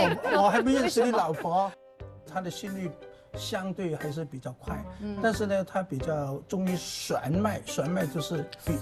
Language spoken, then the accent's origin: Chinese; Guangdong, China; 我们广东人